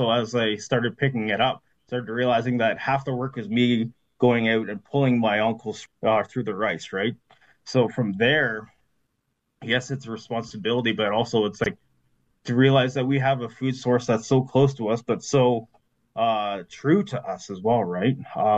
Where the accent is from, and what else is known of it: Alderville, Ontario, Canada; born or raised there